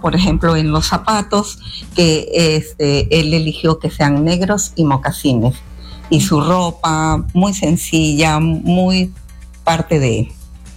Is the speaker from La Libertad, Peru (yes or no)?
no; Chiclayo, Lambayeque, Peru; nuestro cariño de Chiclayo hacia él